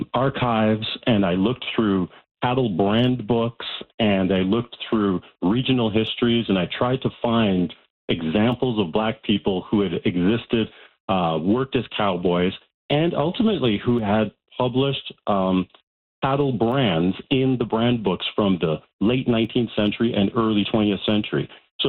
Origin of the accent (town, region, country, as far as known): Alberta, Canada; born or raised there